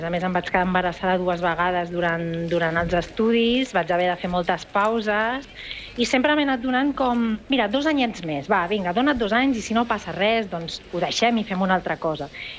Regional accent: Barcelona, Catalonia, Spain; moved away as an adult; now in Berlin, Germany; Jo sóc de Barcelona, del barri de Camp de l'Arpa.

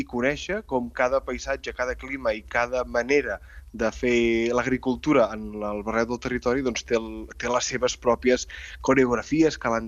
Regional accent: Catalonia, Spain; jo sóc de la Vall d'en Bas, de la Garrotxa, un espai on la pagesia respira per tot arreu

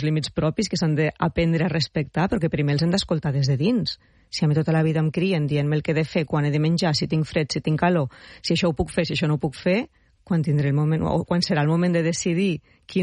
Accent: Pyrenees, Spain; born there; moved away; estic al meu poble del Pirineu

